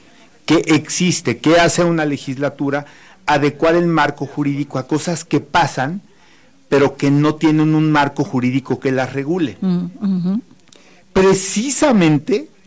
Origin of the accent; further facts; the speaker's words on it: Querétaro, Mexico; no soy de la Ciudad de México, ¿eh? Mi familia, no solamente yo, sino mi familia, mis antecesores, mis ancestros, son más queretanos que...